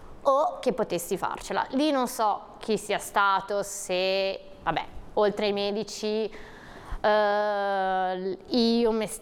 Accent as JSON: {"language": "Italian", "town": "Pietra Ligure", "region": "Liguria", "country": "Italy", "said": "sarcoma è stato molto difficoltoso, perché io sono di Pietra Ligure"}